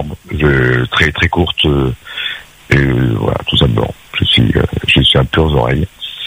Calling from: Saint-Pierre, Réunion; je suis de Saint-Pierre.

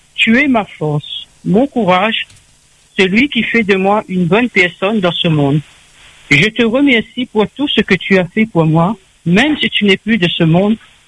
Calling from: Sainte-Suzanne, Réunion; De Sainte-Suzanne.

